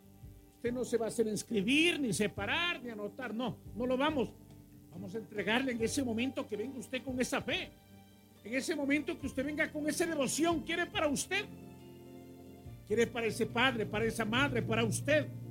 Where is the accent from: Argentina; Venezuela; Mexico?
Venezuela; now in Ecuador; En mi país, en Venezuela